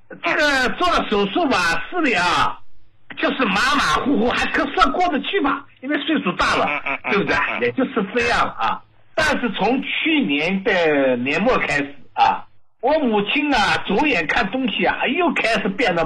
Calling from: Jiangsu, China; 我是来自江苏南充的一名患者。

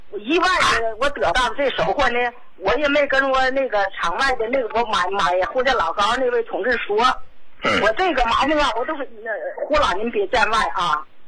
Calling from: Tangshan, Hebei, China; 我是唐山的。

